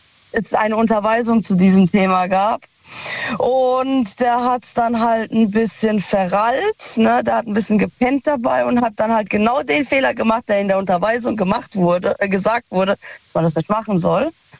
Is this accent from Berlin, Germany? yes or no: no; Ludwigshafen, Rhineland-Palatinate, Germany; Aus Lu, also aus Ludwigshafen.